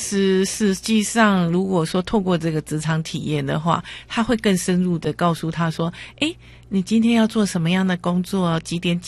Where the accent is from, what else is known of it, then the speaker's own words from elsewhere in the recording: Taiwan; moved away as an adult; also born or lived in Japan; 我是过去我高中毕业我就到日本读书，一直到研究所毕业。